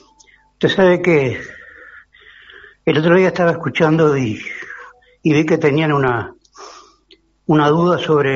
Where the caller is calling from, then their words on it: Piriápolis, Maldonado, Uruguay; Yo soy de acá, estoy momentáneamente en Pan de Azúcar, pero soy de Piriápolis.